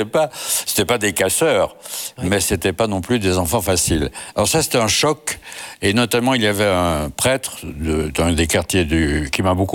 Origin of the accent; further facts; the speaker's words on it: Saint-Étienne, Auvergne-Rhône-Alpes, France; Alors, je suis originaire d'une ville en sinistrée, qui est Saint-Étienne, qui jadis était une ville, quand j'étais enfant, très prospère